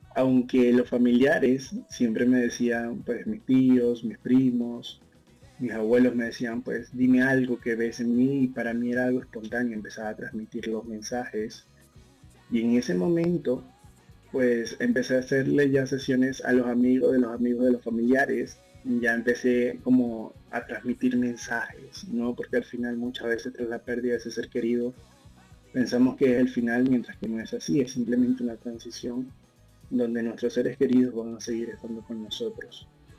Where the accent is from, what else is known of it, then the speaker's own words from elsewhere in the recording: Venezuela; now in Spain; yo soy un joven de 21 años, soy venezolano